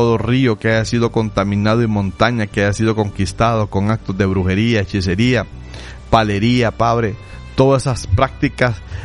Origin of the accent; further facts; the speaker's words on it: Honduras